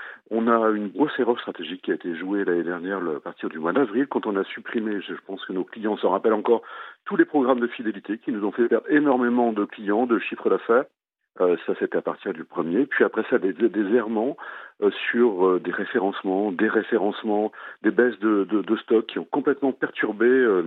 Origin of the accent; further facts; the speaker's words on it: Lille, Hauts-de-France, France; Moi, je vois en tant que Lillois